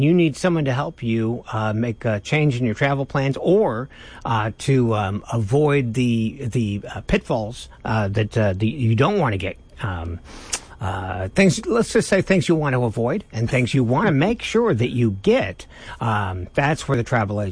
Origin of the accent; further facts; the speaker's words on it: Seattle, Washington, United States; moved away; I'm from the Seattle area